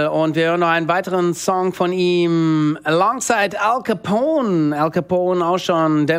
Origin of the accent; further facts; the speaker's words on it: Rhineland, Germany; Da schlägt mir als Rheinländer natürlich das Herz in der Brust.